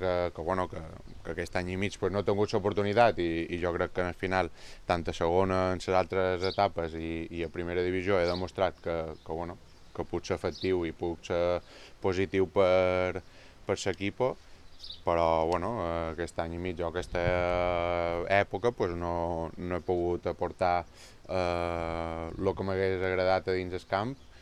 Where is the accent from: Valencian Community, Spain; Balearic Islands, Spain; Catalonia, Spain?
Balearic Islands, Spain; Mallorca; Com a mallorquí i mallorquinista